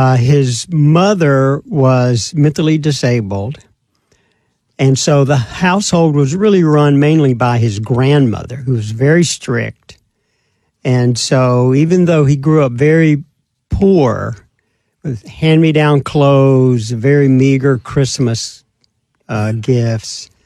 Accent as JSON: {"language": "English", "region": "Mississippi", "country": "United States", "tie": "born or raised there", "said": "I grew up in Mississippi."}